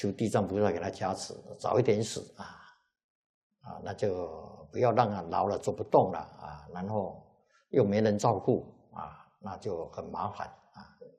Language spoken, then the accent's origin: Chinese; China; 所以出家人啊，我们中国人啊是沙门啊。